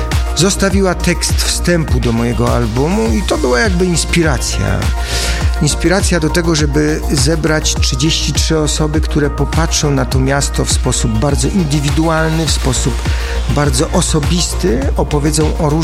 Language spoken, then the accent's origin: Polish; Nowy Sącz, Lesser Poland, Poland; moje rodzinne miasto, Nowy Sącz